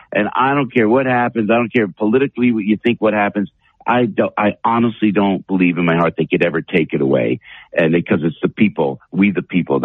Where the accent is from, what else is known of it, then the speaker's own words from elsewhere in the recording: United States; I love Italy, and that's the homeland. But I got to tell you something. We are American, and we always had a flag. And down the shore, my pop would always put an American flag out.